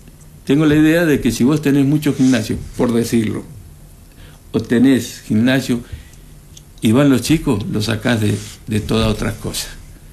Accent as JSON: {"language": "Spanish", "town": "Junín", "region": "Buenos Aires Province", "country": "Argentina", "said": "Y acá Junín, que somos de Junín"}